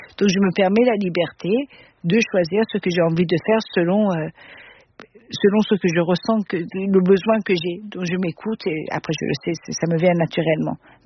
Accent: Austria; first language Persian; French is a second language; Je parlais de persan, mes parents ils m'ont mis dans une école francophone, après j'ai grandi en Autriche, voilà, après l'anglais, il fallait quand même le parler, je me suis mariée avec un Suédois

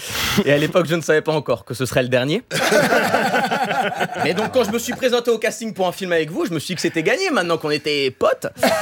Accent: Switzerland; Mais je suis suisse, non, ma mère est brésilienne

